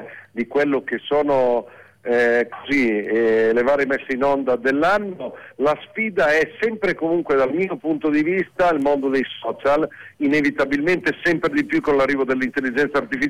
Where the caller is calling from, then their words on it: San Marino; sono da San Marino. Tutti.